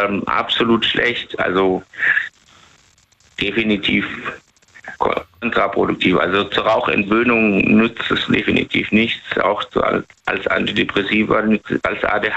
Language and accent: German; Lebanon